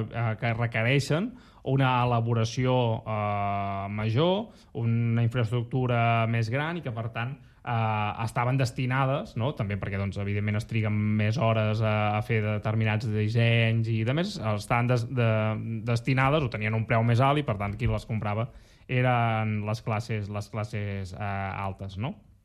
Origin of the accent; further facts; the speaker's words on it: Catalonia, Spain; com que som catalans